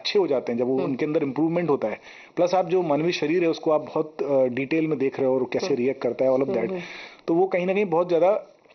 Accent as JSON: {"language": "Hindi", "town": "Konch", "region": "Uttar Pradesh", "country": "India", "tie": "born or raised there", "moved": "as an adult", "lives_now": "Lucknow, India", "said": "मैं रहने वाला बुंदेलखंड का हूँ, वहीं पढ़ाई पला बड़ा भी वहीं पे हूँ और मैं पढ़ाई भी वहीं से की है। जालौन जिले में एक छोटी सी जगह है कौंच, वहाँ पे मैंने अपनी 10+2 तक पढ़ाई की।"}